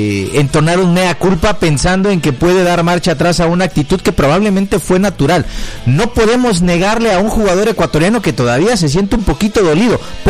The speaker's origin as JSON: {"language": "Spanish", "country": "Mexico", "said": "nosotros los nacidos en territorio nacional y todos aquellos que son mexicanos constitucionalmente hablando"}